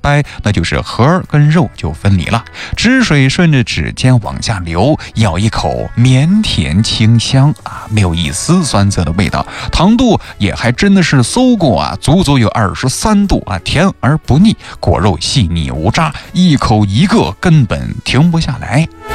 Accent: Xinjiang, China; 对于咱们新疆人来说啊

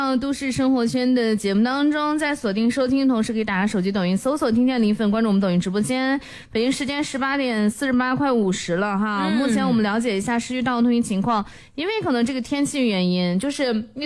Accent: China; 我们中国人

